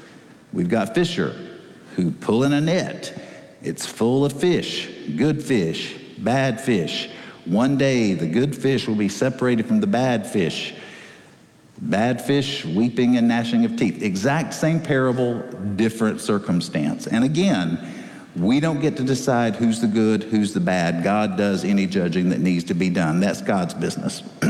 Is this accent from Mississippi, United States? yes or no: no; North Carolina, United States; moved away as an adult; now in Fort Worth, United States; I have transitioned from a North Carolina Tar Heel to a Texan.